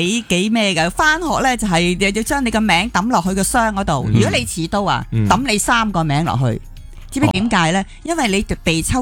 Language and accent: Cantonese; Hong Kong